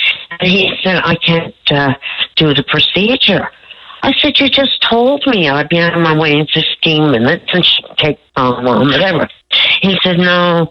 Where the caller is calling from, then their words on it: Newfoundland and Labrador, Canada; my fellow Newfoundland and Labrador people